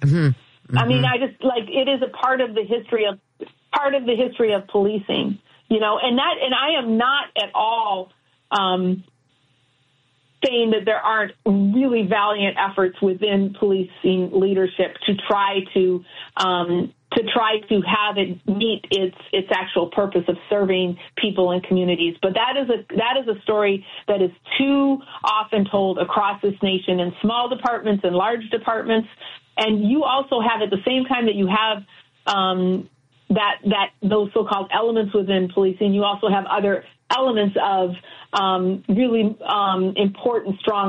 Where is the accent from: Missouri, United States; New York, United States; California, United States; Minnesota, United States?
Minnesota, United States; Twin Cities; the other reality of growing up in the Twin Cities in that time was, you know, both St. Paul and Minneapolis have their own culture, but overall, it's a very small, close-knit community with people who really are invested